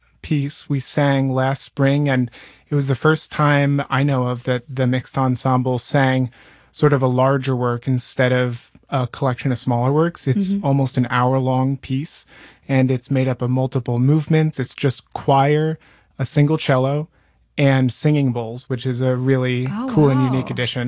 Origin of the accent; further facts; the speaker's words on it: East Coast, United States; moved away; I'm from the East Coast